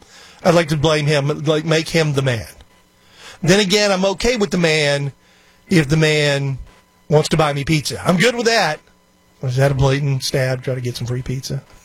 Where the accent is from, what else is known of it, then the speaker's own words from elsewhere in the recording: Houston, Texas, United States; the high school I graduated from is Kingwood High School. As you guys know, I was born and raised here in Houston.